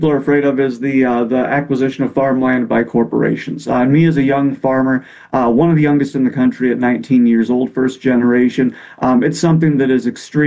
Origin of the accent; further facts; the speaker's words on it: West Union, Iowa, United States; So I grew up in a small town, West Union, Iowa, only a couple thousand people. Grew up on what is arguably the poorest street in West Union, Linden Street.